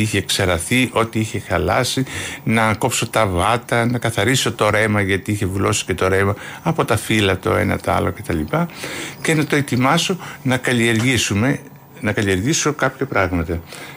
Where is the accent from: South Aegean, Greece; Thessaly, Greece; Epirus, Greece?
Thessaly, Greece; born there